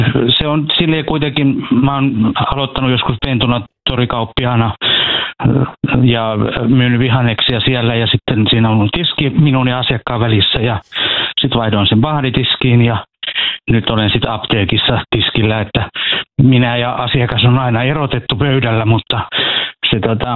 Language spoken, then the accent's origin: Finnish; Turku, Southwest Finland, Finland; born there; moved away as an adult; also born or lived in Laukaa; now in Helsinki, Finland; Turkuun vei tie, ja sitten olin aika pitkään turkulainen, ja sitten nyt olin helsinkiläinen.